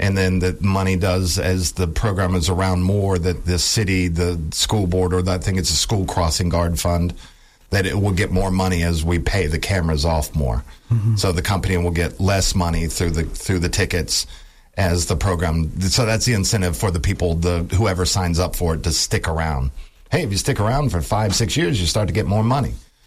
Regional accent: Tallahassee, Florida, United States; I'm from Tallahassee.

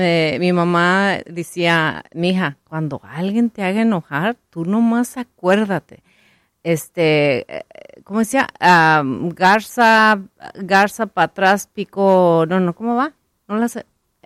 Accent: United States; born there; also born or lived in Mexico; mis papás venían para acá a los Estados Unidos a trabajar. Okay. Y luego ya después me trajeron aquí, como yo diría que de la edad de 8 años.

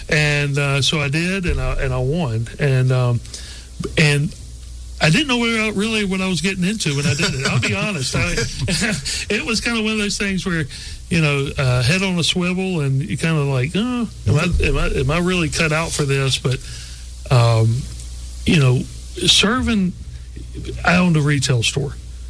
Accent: Baldwin County, Alabama, United States; born or raised there; also born or lived in Wiregrass, Alabama

